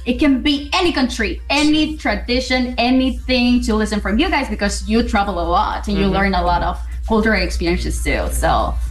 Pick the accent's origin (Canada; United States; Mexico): Mexico; English is a second language; Because I'm from Mexico, you're from Korea, it's almost the same thing.